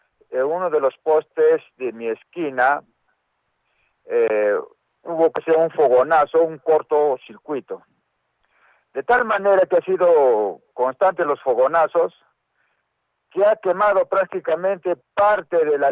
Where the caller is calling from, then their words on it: Arequipa, Peru; Estoy llamando desde Alto de la Libertad